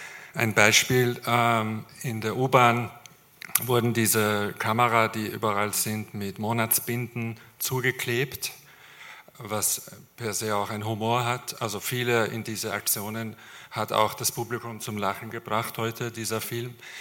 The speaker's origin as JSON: {"language": "German", "town": "Tehran", "region": "Tehran Province", "country": "Iran", "tie": "born or raised there", "moved": "yes", "lives_now": "Graz, Austria", "said": "Ich bin auch in Teheran aufgewachsen"}